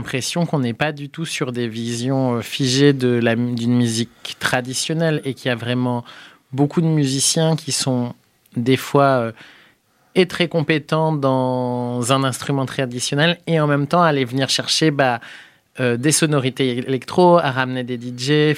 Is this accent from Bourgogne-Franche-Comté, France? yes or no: no; Rennes, Brittany, France; moved away; Moi, je viens de Rennes